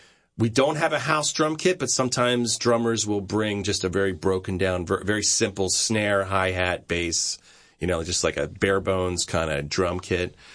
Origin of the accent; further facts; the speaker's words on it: Kennett Square, Pennsylvania, United States; So I'm from Kennett Square, Pennsylvania, and, you know.